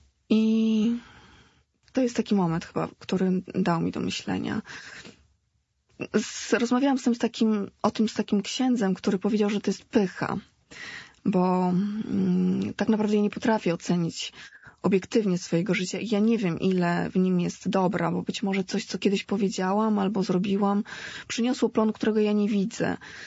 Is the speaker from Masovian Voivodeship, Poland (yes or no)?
yes; Warsaw, Masovian Voivodeship, Poland; also born or lived in Africa; Urodziłam się w Afryce, tam 4 lata spędziłam, a potem już przeprowadziliśmy się do Polski i mieszkam w Warszawie od 4 roku życia przez cały czas.